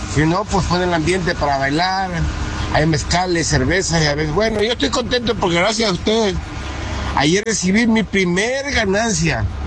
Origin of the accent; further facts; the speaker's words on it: Acapulco, Guerrero, Mexico; moved away; yo tengo una pozolería allá en mi pueblo, ¿eh? En el kilómetro 30, municipio de Acapulco, Guerrero.